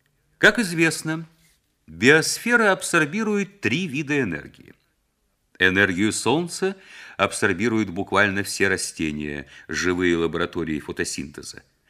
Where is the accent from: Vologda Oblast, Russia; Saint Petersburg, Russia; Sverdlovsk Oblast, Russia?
Saint Petersburg, Russia; мы, ленинградцы, в Ленинграде, в своей среде.